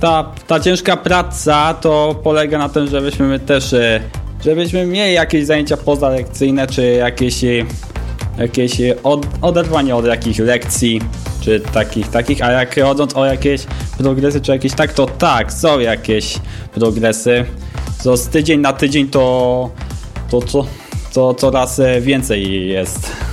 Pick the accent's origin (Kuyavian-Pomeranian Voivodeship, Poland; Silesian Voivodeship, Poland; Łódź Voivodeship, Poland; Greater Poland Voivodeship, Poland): Silesian Voivodeship, Poland; Żywiec; ja mam 21 lat, jestem z Żywca.